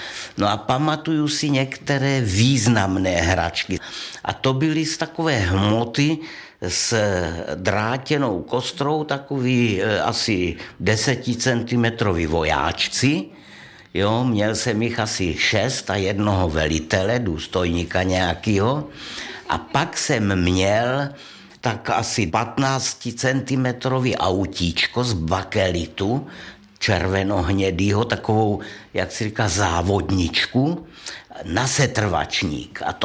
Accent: Brno, South Moravian Region, Czechia; moved away as an adult; now in Prague, Czechia; Protože já pocházím z Brna, že jo, strávil jsem tam 54 let života. Pak jsem se přestěhoval do Prahy

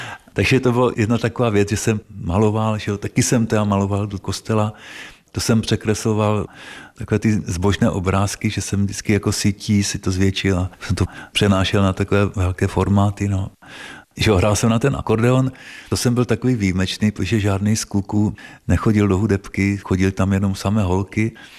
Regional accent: Petřvald, Moravian-Silesian Region, Czechia; born there; Já jsem se narodil v roce 1960 v Petřvaldě u Nového Jičína úplně obyčejným rodičům. Moji rodiče byli původně zemědělci

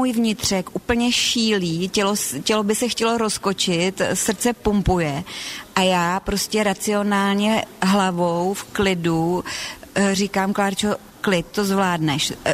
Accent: Bohemia, Czechia; A já, jak jsem zvyklá z Čech, že pumpy jsou na každém rohu s prominutím.

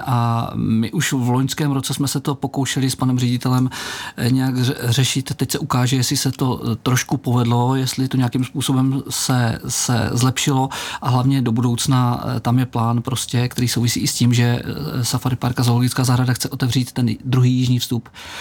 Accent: Dvůr Králové nad Labem, Hradec Králové Region, Czechia; kdykoliv jsem v České republice a řeknu, že jsem ze Dvora Králové

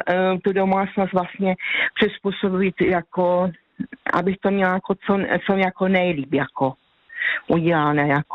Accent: Považie, Slovakia; now in Czech Republic; No, protože prostě já jsem z Vážska, tam je zase jiná nářečí

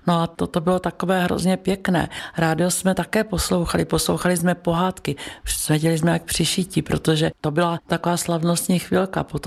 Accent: Přerov, Olomouc Region, Czechia; born there; also born or lived in Hulín; Můj tata tam tenkrát sloužil jako nádražák. My jsme tam chvilečku bydleli, i když jsem se narodila v Přerově.

